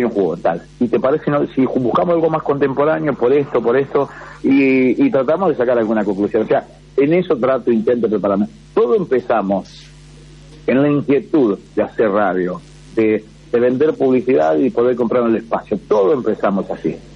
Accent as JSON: {"language": "Spanish", "region": "Santa Fe", "country": "Argentina", "said": "nosotros los santafesinos nos tragamos la S, fíjate, porque no es tan grave, porque es una parte de nuestro dialecto, nuestra idiosincrasia."}